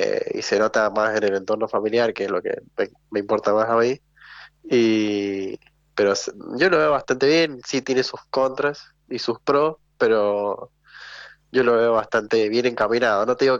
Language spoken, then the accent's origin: Spanish; San Juan, Argentina; also born or lived in Córdoba; Sí, capaz, capaz, es que no tengo mucho acento porque no viví siempre acá en San Juan, pero sí